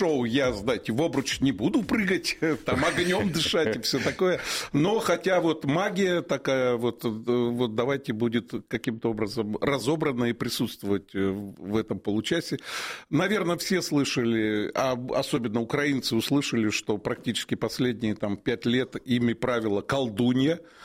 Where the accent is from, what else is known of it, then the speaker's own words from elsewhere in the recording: Siberia, Russia; Ермак – это вот я из Сибири родом, и Ермак Тимофеевич, значит, как-то открывал эту Сибирь